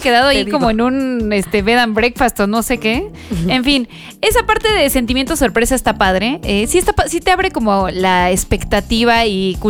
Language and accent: Spanish; Mexico; todos creo yo en este momento nos sentimos más mexicanos que nunca.